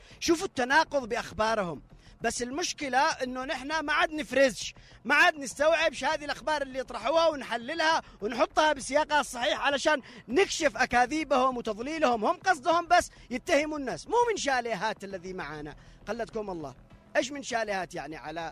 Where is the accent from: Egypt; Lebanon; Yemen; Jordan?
Yemen; حياتنا كمؤمنين كيمنيين